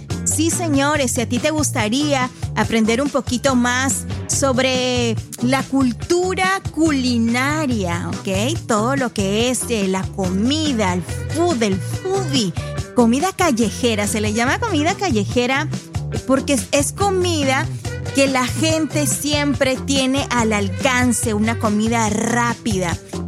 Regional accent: Peru; moved away; Como peruana les puedo decir

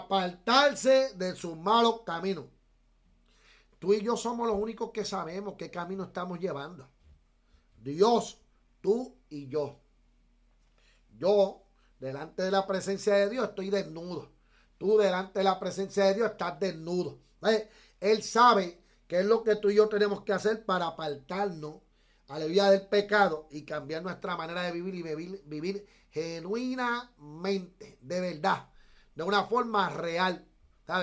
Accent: Puerto Rico; Si vemos en Puerto Rico, yo soy puertorriqueño

